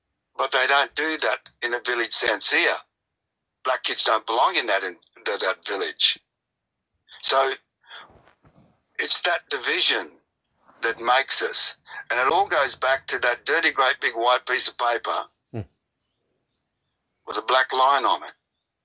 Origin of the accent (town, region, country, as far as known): Australia